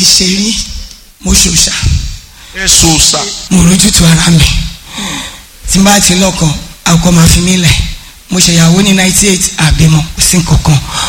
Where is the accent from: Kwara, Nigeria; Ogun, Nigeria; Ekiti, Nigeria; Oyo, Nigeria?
Ekiti, Nigeria; Ikere-Ekiti; olórẹ̀ mi lẹ́kún àti Ìkẹ́rẹ́ Èkìtì ni mo ti wá.